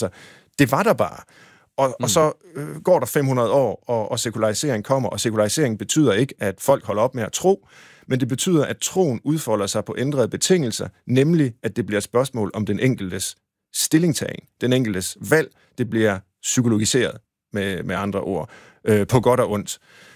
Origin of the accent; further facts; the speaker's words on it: Tjørring, Central Denmark Region, Denmark; for jeg er vokset op ved Gøstrup. Altså i Tjørring, men det ligger lige ved siden af, og vi lejede på engen, som førte os ned til Gøstrup.